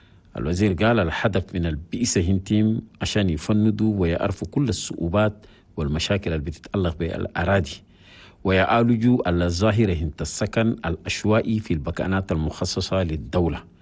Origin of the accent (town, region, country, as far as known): Chad